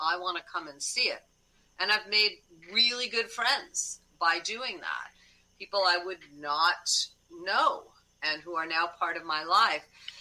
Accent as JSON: {"language": "English", "country": "United States", "said": "I've been a little nervous about being an American in another country"}